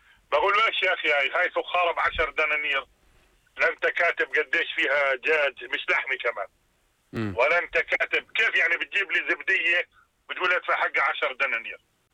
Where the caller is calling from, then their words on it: Jordan; موجود عندنا في الاردن